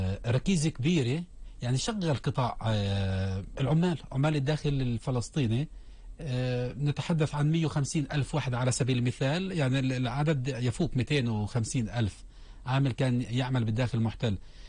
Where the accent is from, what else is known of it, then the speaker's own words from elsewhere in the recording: Palestine; إحنا كفلسطيني كانت استثماراتنا كبيرة في بعض الدول.